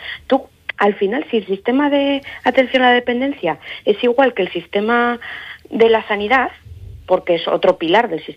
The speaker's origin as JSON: {"language": "Spanish", "region": "Navarre", "country": "Spain", "moved": "as an adult", "lives_now": "Aragon, Spain", "said": "Yo soy de Navarra, he trabajado en Navarra"}